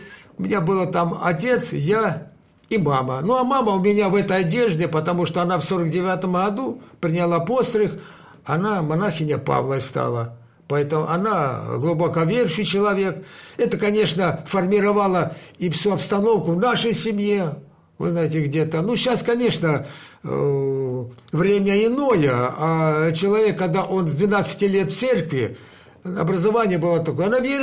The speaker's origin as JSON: {"language": "Russian", "country": "Georgia", "said": "я себя и в паспорте написал, что я грузин, потому что у меня отец грузин"}